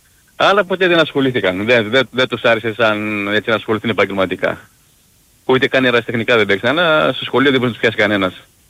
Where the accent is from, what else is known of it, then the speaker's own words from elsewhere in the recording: Athens, Attica, Greece; now in Cyprus; εγώ έχω μεγαλώσει στην Αθήνα, παιδί μου.